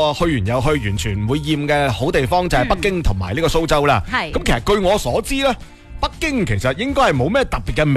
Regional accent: Guangdong, China; 作为广东人咧

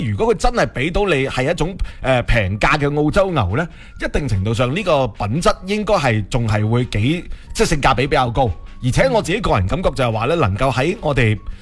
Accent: Guangdong, China; 咁但系其实对于我哋广东人嚟讲影响唔大嘅

